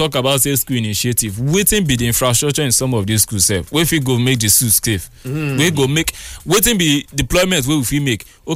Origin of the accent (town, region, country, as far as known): Nigeria